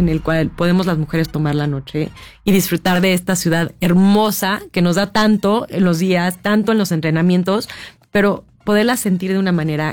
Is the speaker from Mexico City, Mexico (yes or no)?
yes; Mexico City, Mexico; pensándolo como chilanga, ¿no? No tenemos oportunidad las mujeres tantas de salir a correr en la noche. O sea, la seguridad sí o sí sigue siendo un tema en la Ciudad de México.